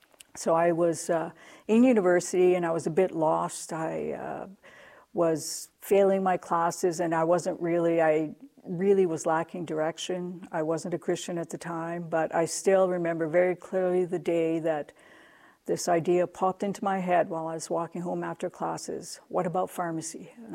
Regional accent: Chilliwack, British Columbia, Canada; now in Prince Albert, Canada; I am originally from BC. I was born in Chilliwack, and I am now living in Prince Albert.

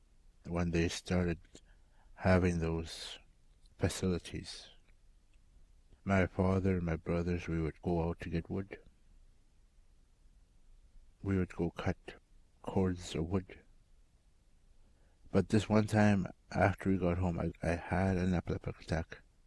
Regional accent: Garden Hill First Nation, Manitoba, Canada; I am from Garden Hill First Nation in Manitoba. Garden Hill is approximately 600 kilometers north of Winnipeg. I grew up over there, and I moved around at times.

